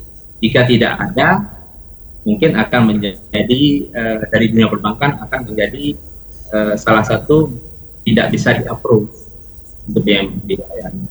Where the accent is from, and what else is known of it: Aceh, Indonesia